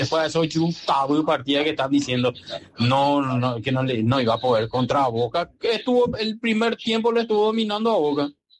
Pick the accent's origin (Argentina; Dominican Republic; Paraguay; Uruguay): Paraguay; Amigo, ¿cómo pienso si yo como paraguayo ahora y soy olimpista, cómo yo le voy a apoyar a Cerro?